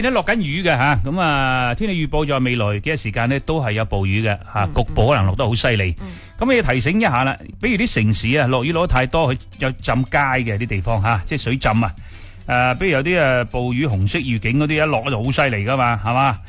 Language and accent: Cantonese; Guangdong, China